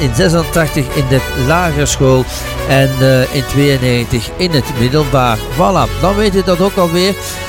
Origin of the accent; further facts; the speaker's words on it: Flanders, Belgium; Dat is een van de grote hits die bij ons in Vlaanderen nummer 1 scoorde, toch wel, in 1986.